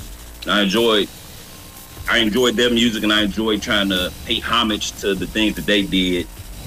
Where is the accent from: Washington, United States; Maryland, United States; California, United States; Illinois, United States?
Illinois, United States; Chicago; I'm not from the West Side. I'm from the South Side myself